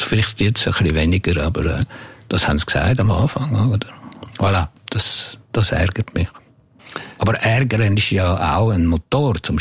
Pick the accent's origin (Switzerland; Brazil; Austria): Switzerland; Jura; first language French; German is a second language; now in Geneva, Switzerland; ich bin von da, ich bin im Jura aufgewachsen